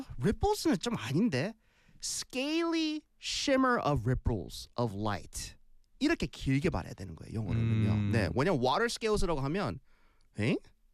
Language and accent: Korean; South Korea; 저도 한국인이고 아주 proud 한 Korean이고